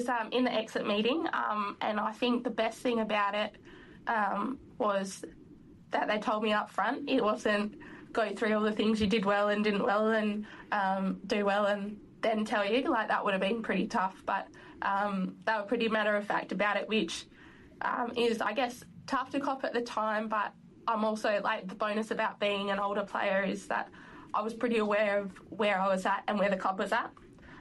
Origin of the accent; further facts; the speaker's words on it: Northam, Western Australia, Australia; So, yeah, from the start, I guess I grew up country. So I grew up Northern Way in the Wheatbelt.